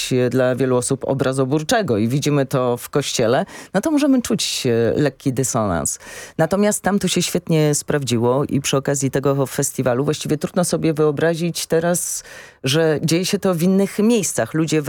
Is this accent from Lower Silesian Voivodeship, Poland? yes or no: no; Gdańsk, Pomeranian Voivodeship, Poland; U nas w Gdańsku